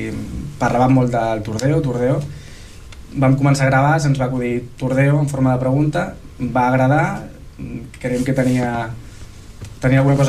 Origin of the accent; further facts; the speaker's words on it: Tordera, Catalonia, Spain; perquè sí que és veritat que som del veïnat de Sant Daniel, no a Tordera Poble, i això a vegades és un hàndicap.